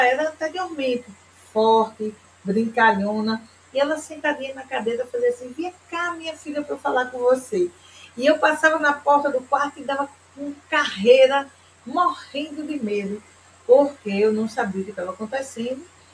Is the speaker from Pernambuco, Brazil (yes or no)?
yes; Pernambuco, Brazil; Nós somos de Pernambuco.